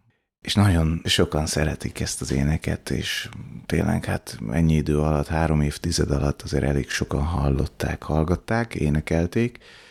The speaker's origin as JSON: {"language": "Hungarian", "region": "Budapest", "country": "Hungary", "tie": "born or raised there", "said": "Egy 4 gyermekes családba születtem, szüleim nagyon-nagyon hittel neveltek bennünket."}